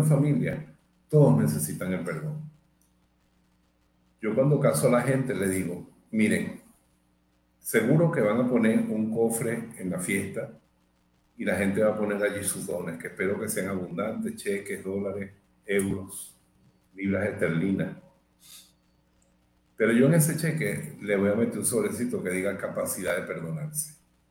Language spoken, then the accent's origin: Spanish; Venezuela; born there